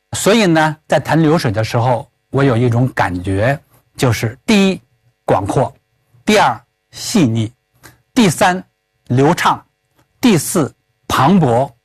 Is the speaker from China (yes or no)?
yes; China; 我们中国人